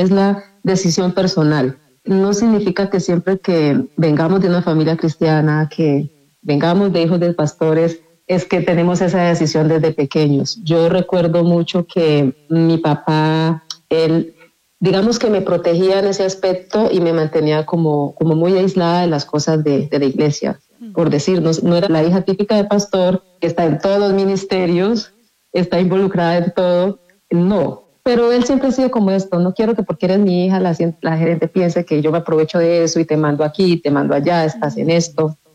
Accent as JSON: {"language": "Spanish", "country": "Colombia", "moved": "yes", "lives_now": "Mexico", "said": "Soy de Colombia, pero vivo actualmente en México. … Vengo de familia de padres pastores y realmente tengo mucha familia cristiana."}